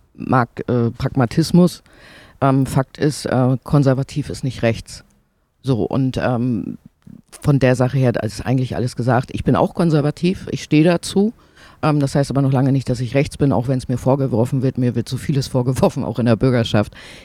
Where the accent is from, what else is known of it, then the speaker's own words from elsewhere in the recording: Rostock, Mecklenburg-Vorpommern, Germany; Ich stehe zu Rostock, ich stehe zu meiner Heimat